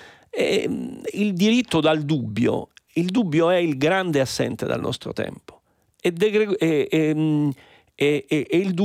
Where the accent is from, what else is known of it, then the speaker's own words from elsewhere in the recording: Lecce, Apulia, Italy; born there; io sono pugliese, sono nato a Lecce